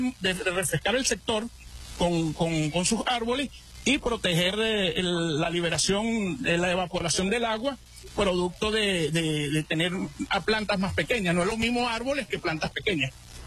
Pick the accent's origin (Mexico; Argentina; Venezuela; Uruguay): Venezuela; Lara; Yo soy de Las Tunas